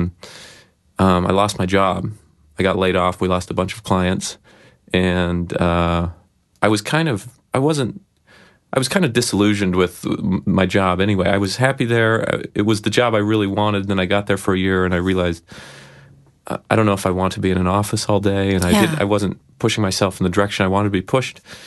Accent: Idaho, United States; moved away; Yeah, I grew up in Idaho.

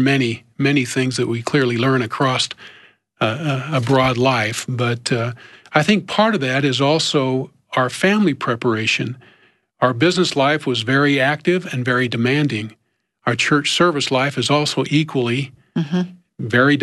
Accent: California, United States; And we had, where I grew up in California in my teen years, early morning seminary.

